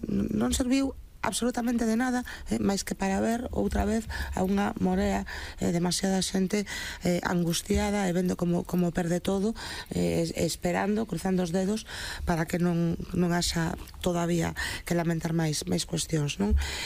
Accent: Galicia, Spain; Fixadevos, bueno, primeiro como galega, ¿no? Os galegos lamentablemente sabemos moito moito desto e temos visto arder a nosa terra con moitísima frecuencia

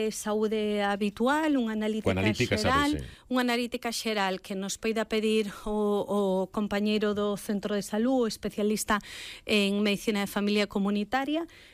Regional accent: Galicia, Spain; Vou responder como moi galega.

